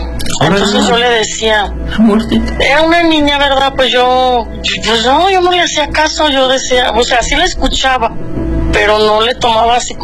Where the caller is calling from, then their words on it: León, Guanajuato, Mexico; Yo, estoy acá en León, Guanajuato.